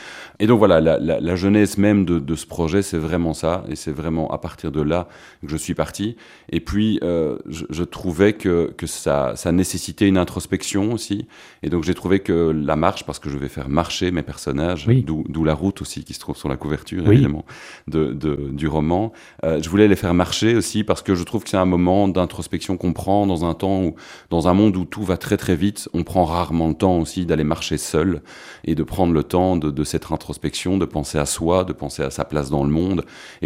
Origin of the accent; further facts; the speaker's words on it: Belgium; je suis belge, mes inspirations sont belges